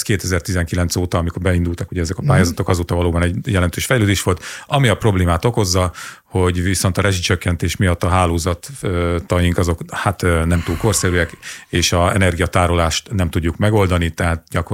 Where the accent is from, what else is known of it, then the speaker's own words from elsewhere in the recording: Sátoraljaújhely, Borsod-Abaúj-Zemplén, Hungary; az én szülővárosomnak a fideszes polgármesterét, annak megvannak az okai, mert NER volt, vagy NER van kicsiben Sátoraljaújhelyen